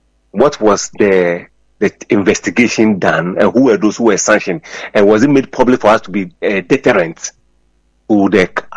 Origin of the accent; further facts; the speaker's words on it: Accra, Greater Accra, Ghana; I was born in Accra. I formed me a Gamashi. I formed me a Bema camp at 37 Military Hospital. My father was a soldier. I stayed my life in Accra proper. But sadly, I'm moving out of Accra to go and stay somewhere around Dobro